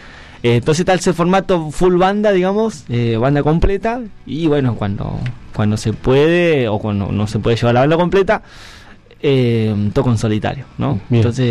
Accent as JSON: {"language": "Spanish", "town": "Cutral Có", "region": "Neuquén", "country": "Argentina", "tie": "born or raised there", "moved": "as an adult", "lives_now": "Neuquén, Argentina", "said": "Yo soy de Cutralcó, nací y me crié allá, hace 2 años estoy viviendo en Neuquén."}